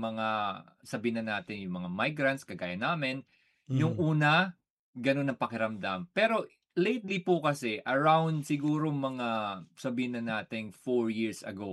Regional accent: Jolo, Bangsamoro, Philippines; also born or lived in Quezon City; now in Ireland; Muslims. So, I'm originally from Jolo, Sulu. Mm-hmm. I was born in Quezon City, but I was brought up in Jolo, Sulu.

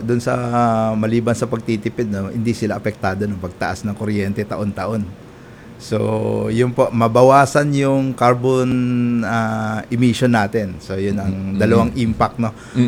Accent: Meycauayan, Central Luzon, Philippines; Actually, taga Maykawayan po ako.

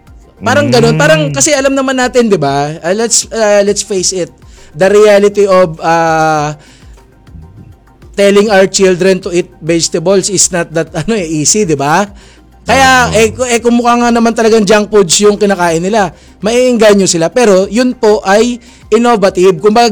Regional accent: Western Visayas, Philippines; Saka ilonggo kasi ako. Naalala ko yung ano ba yun? Nakalimutan ko yung tawag dun eh. Sa amin meron ganun eh.

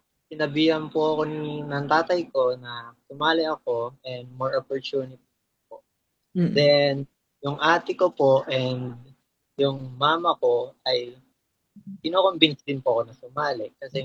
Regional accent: Cardona, Rizal, Philippines; Taga-Cardona po ako.

